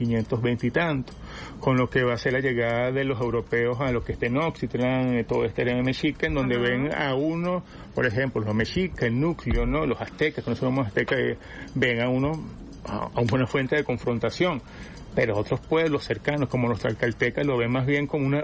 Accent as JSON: {"language": "Spanish", "country": "Venezuela", "said": "lo que somos como venezolanos, de las identidades de lo que somos como venezolano"}